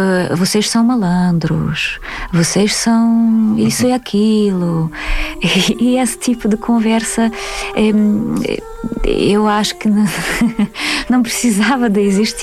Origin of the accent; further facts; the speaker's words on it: Belarus; Portuguese is a second language; now in Portugal; Travessia é atravessar com um património cultural, de onde eu vim, para o outro património cultural, para começar-se a sentir portuguesa. E depois desse caminho, dessa travessia, decidi fazer Mova Adreva porque queria também tentar resgatar algum património bielorrusso